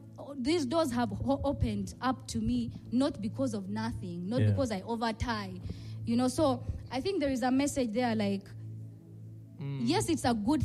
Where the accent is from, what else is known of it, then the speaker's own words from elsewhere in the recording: Soroti, Eastern Region, Uganda; I grew up in Soroti.